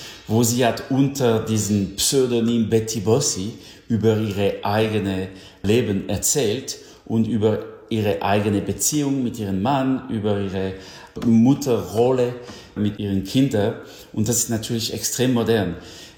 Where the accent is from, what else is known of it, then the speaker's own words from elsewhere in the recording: Switzerland; wie zum Beispiel diesem berühmten Rekasimir, immer noch extrem populär bei uns in der Schweiz.